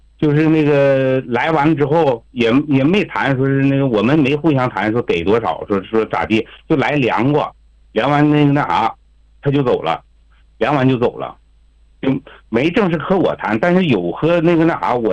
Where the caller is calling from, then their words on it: Dayangshu, Inner Mongolia, China; 我是大杨树镇，就是鄂伦春自治旗大杨树镇的朋友。